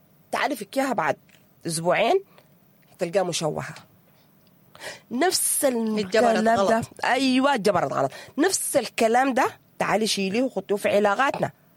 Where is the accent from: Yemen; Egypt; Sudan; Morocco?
Sudan